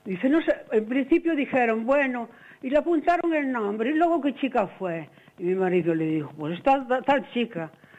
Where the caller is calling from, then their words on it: Vilagarcía de Arousa, Galicia, Spain; Desde Villa García de Arosa.